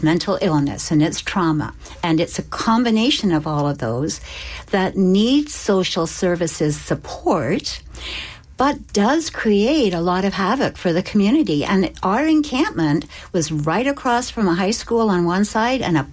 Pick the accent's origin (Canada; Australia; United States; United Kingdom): Canada; as a Canadian, I find it an embarrassment.